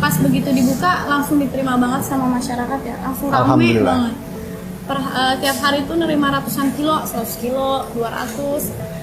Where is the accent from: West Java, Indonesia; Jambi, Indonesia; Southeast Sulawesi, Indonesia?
West Java, Indonesia; Karawang; Kalau saya asli dari Karawang.